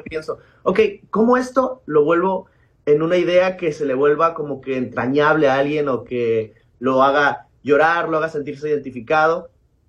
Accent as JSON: {"language": "Spanish", "region": "Veracruz", "country": "Mexico", "said": "estado que se llama Veracruz, es del puerto, soy porteño directamente."}